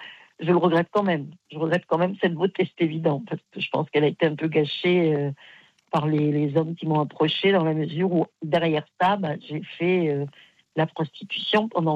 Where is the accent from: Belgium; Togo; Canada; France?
France; Aix-en-Provence, Provence-Alpes-Côte d'Azur; moi, je l'ai connu, hein, j'étais d'Aix-en-Provence.